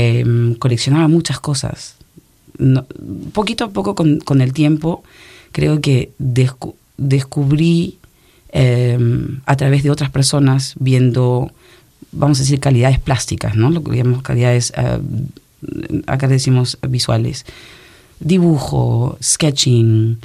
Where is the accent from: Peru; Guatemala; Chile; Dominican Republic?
Peru; moved away as an adult; also born or lived in France; now in United States; una parte de mi niñez la he vivido en Francia, la otra parte entre el Perú, sobre todo en el Perú entre 8 y 18, de 18 a 28 en Francia y después aquí en Estados Unidos